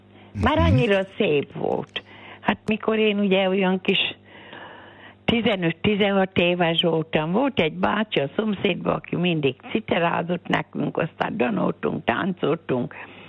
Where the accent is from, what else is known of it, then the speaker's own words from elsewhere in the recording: Csabrendek, Veszprém County, Hungary; now in Hegymagas, Hungary; Igen, ez a szülőföldem volt. Hmm. Itt meg ide kerültem. Hegymagasra, ez egy kis pici falu, Szent György hegy tövébe.